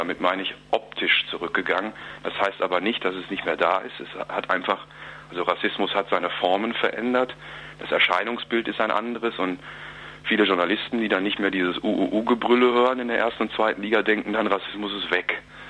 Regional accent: Duisburg, North Rhine-Westphalia, Germany; moved away; Also ich komme aus Duisburg ursprünglich.

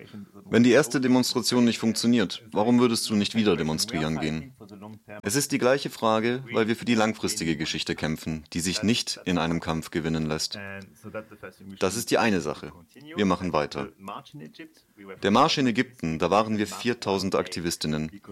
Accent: France; Ich bin Franzose

